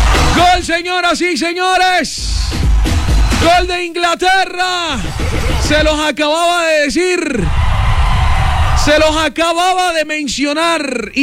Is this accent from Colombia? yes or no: yes; Caribbean coast, Colombia; now in Bogotá, Colombia; Soy costeño, pero me siento querido por esta hermosa ciudad